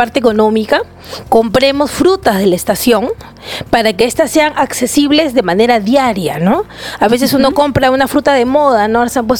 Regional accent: Peru

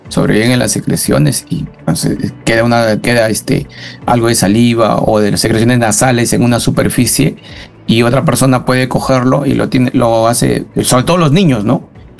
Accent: Peru

